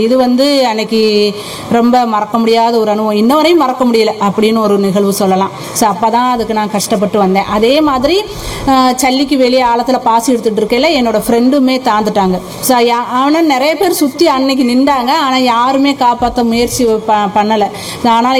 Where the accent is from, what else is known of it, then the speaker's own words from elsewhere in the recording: Narikuzhi, Tamil Nadu, India; born there; நான் பிறந்த ஊர் வந்து நரிக்குழி அப்படின்னு ஒரு கிராமத்தில் தான் நான் பிறந்தேன்.